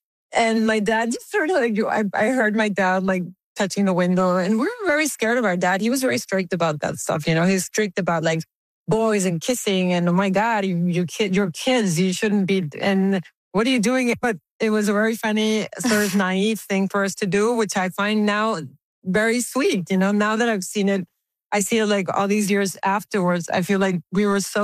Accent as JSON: {"language": "English", "town": "Tijuana", "region": "Baja California", "country": "Mexico", "tie": "born or raised there", "said": "In my family, Mexico was a big miss. We didn't have a cotidiana with Mexico City. We had a cotidiana with San Diego. We grew up with American television, American radio."}